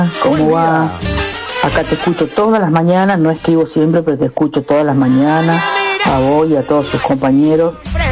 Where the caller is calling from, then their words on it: Maggiolo, Santa Fe, Argentina; de Maggiolo, provincia de Santa Fe.